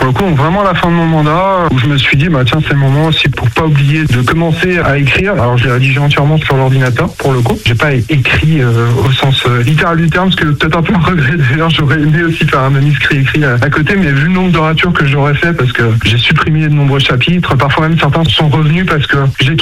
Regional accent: Suré, Pays de la Loire, France; mon village de Suré, là où j'ai grandi

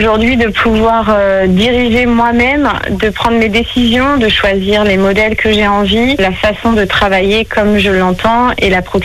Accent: Saint-Jean-d'Assé, Pays de la Loire, France; moi, je suis originaire de Saint-Jean-d'Assé et aussi de Beaumont, où je suis très proche, où j'ai fait toute mon enfance sur Saint-James et sur Beaumont.

